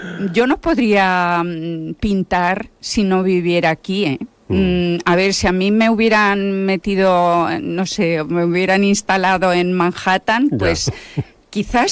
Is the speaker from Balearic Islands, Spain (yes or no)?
yes; Ibiza, Balearic Islands, Spain; para los que somos de Vila